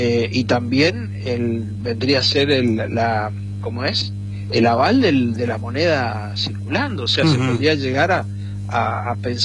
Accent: Argentina

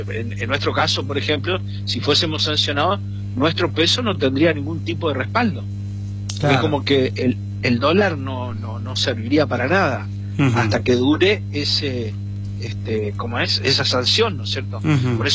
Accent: Argentina

